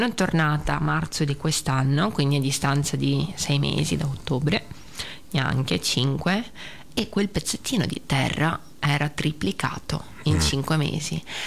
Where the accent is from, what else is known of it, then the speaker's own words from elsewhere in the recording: Russia; born there; Italian is a second language; moved away; io mi ricordo quando sono nata, allora innanzitutto in Russia non c'erano ancora i pannolini.